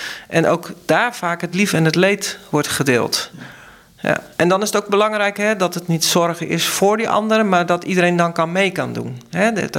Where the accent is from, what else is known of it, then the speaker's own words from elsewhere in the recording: Ridderkerk, South Holland, Netherlands; Nou ja, even mijn ouders kwamen uit Tolen. Ik ben zelf verder opgegroeid in de Ridderkerk.